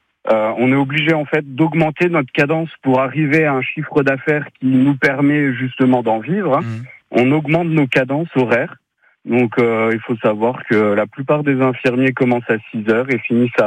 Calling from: Essey-lès-Nancy, Grand Est, France; moi je suis dans un secteur périurbain, je suis à Essel-et-Nancy.

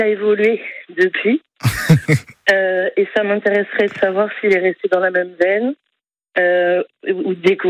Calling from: Brittany, France; Je suis bretonne.

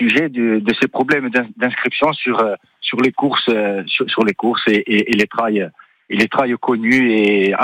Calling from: Corsica, France; je vous appelle de Prunay-Lifumor. Voilà, je me présente … je suis président du club Avourmig.

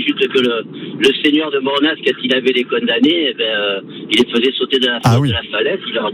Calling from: Saint-Martin-de-Castillon, Provence-Alpes-Côte d'Azur, France; Bonjour, je suis sur la rocade à Avignon, là. Je suis de Saint-Martin-de-Castillon.

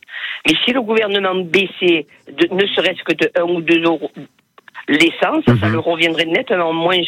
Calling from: Marseille, Provence-Alpes-Côte d'Azur, France; j'habite à Marseille.

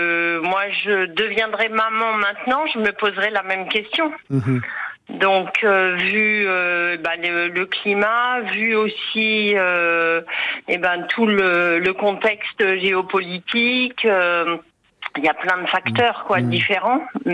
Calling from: Nantes, Pays de la Loire, France; Je suis de Nantes

